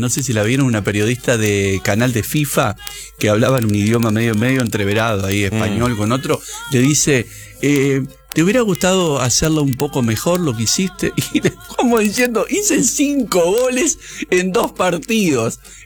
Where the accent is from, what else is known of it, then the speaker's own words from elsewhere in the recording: Puntas de Valdez, San José, Uruguay; moved away; Puntas de Valdés, departamento de San José, Uruguay. Bueno, es una chacarrilla.